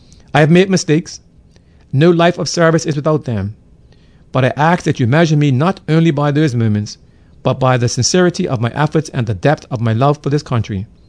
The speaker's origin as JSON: {"language": "English", "country": "Bermuda", "tie": "born or raised there"}